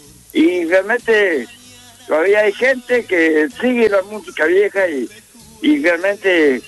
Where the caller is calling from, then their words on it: Argentina; De acá enfrente de Figuera, entre Pavón y Figuera, ¿viste? Sobre la isla.